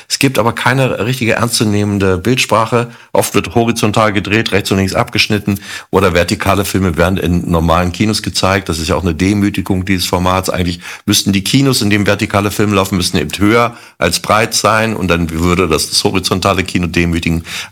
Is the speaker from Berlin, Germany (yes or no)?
yes; Berlin, Germany